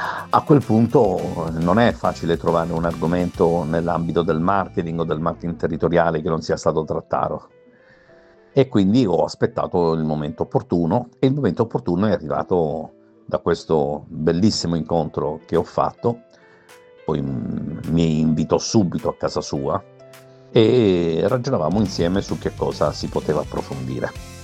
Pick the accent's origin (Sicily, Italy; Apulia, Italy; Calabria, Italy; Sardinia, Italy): Apulia, Italy; Brindisi; born there; Io sono nato a Brindisi.